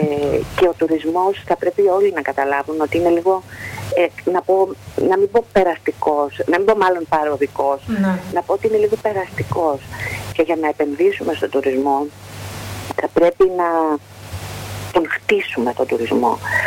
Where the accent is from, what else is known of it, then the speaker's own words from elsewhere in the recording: Zygovisti, Peloponnese, Greece; now in Cyclades, Greece; το χωριό μου λέγεται Ζυγοβίστη. Είναι από το Ζύγο και τη Βίτσα.